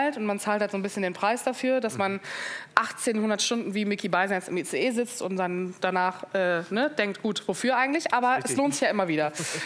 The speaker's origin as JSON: {"language": "German", "town": "Cologne", "region": "North Rhine-Westphalia", "country": "Germany", "tie": "born there", "said": "Ja, ich bin ja Köln-Patriotin. Ich bin in Köln-Kalk geboren und werde aus dieser Stadt nie gehen, außer man zerrt mich hier raus."}